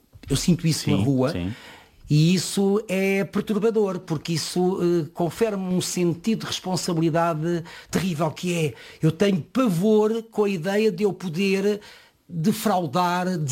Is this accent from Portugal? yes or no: yes; Lisbon, Portugal; born there; Eu nasci na Rua das Pedras Negras, portanto ali ao pé do Largo do Caldas.